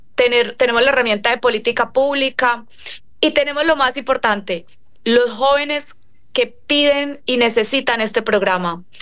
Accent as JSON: {"language": "Spanish", "town": "Medellín", "region": "Antioquia", "country": "Colombia", "tie": "born or raised there", "said": "Cualquier persona que vivimos, que crecimos en Medellín, sabemos distinguir si un estruendo que suena es pólvora o ala. Nosotros crecimos con miedo"}